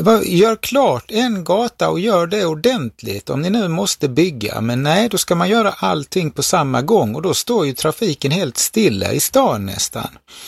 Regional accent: Malmö, Skåne, Sweden; Är inte jag som Malmöbo i alla fall.

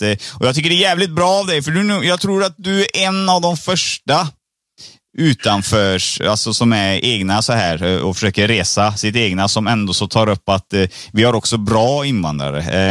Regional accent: Sri Lanka; now in Sweden; Nej, men jag är från Sri Lanka. Men jag bor i Sverige

